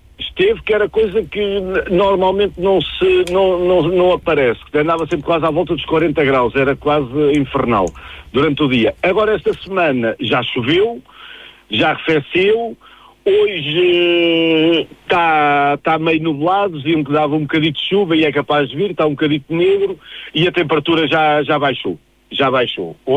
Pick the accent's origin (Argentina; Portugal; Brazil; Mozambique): Portugal; Lisbon; Não, eu sou de Lisboa, sou puro genuíno de Lisboa, sou mesmo lisboeta. Sou do famoso bairro chinês, quem conhecia ali ao pé de Marvila.